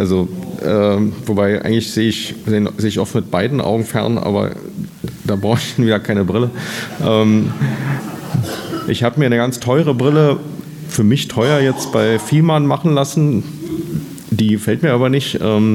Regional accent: East Germany, Germany; Jetzt wurde ich als Ossi schon von Ossis beleidigt und das, indem sie mich einen Wessi nannten.

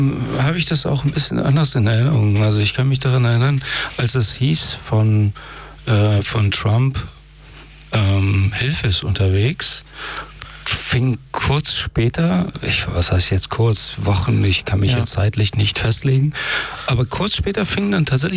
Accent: Iran; moved away; man hat wirklich auch als Iraner direkten Kontakt und erlebt das auch.

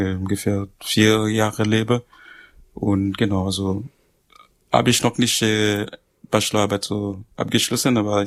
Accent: Port-au-Prince, Ouest, Haiti; German is a second language; now in Germany; zum Beispiel Port-au-Prince, wo ich herkomme.

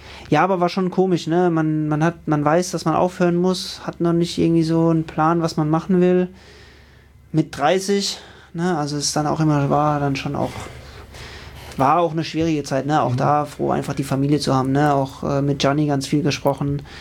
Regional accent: Rhineland-Palatinate, Germany

